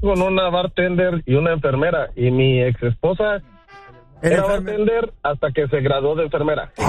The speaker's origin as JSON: {"language": "Spanish", "country": "Venezuela", "said": "Mira, fíjate que soy venezolano, pero no dejo de escuchar la radio con ustedes todo el tiempo."}